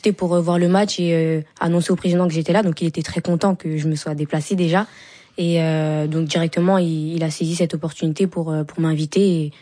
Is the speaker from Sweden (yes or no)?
no; France; Moi, la France, dans tous les cas, je suis française, donc je suis contente, mais j'aurais quand même préféré que le Sénégal gagne.